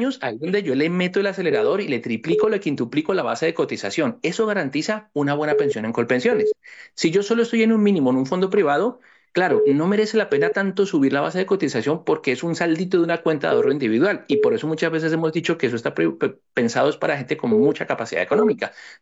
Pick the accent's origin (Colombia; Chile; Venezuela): Colombia; moved away; los que somos de Colombia